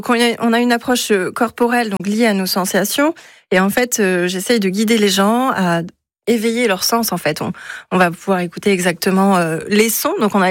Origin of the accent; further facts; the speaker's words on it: Le Minihic-sur-Rance, Brittany, France; on est mini-iquoise, donc mini-exurance.